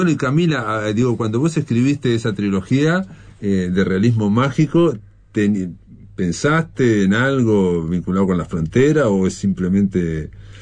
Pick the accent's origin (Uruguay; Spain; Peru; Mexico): Uruguay; Fray Bentos, Río Negro; yo soy de Fraivento